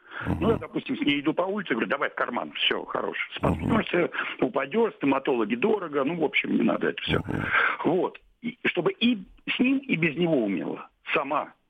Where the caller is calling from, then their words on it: Moscow, Russia; я из Москвы.